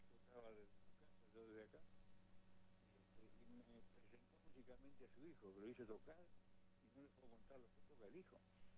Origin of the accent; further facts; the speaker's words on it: Villa Diamante, Buenos Aires Province, Argentina; also born or lived in Monte Grande; yo nací en Montegrande, me crié en Villa Diamante